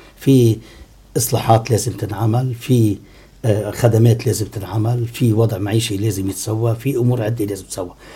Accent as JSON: {"language": "Arabic", "country": "Lebanon", "said": "كلبنانيين نحن،"}